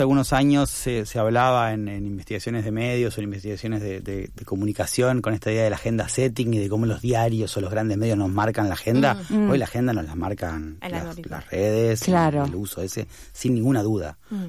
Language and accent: Spanish; Argentina; entré como argentino primero.